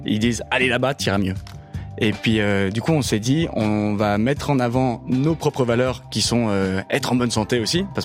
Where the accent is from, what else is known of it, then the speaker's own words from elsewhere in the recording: Switzerland; also born or lived in Gruyère, Fribourg; je suis valaisan et gruyérien.